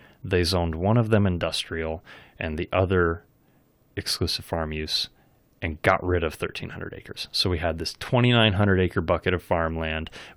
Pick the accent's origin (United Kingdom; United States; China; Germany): United States; Union, Oregon; I grew up in Union